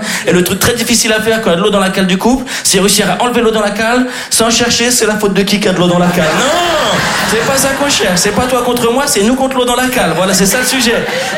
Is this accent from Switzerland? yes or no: yes; Switzerland; now in France; Je suis pas parisien, je suis pas français, moi en réalité je suis suisse.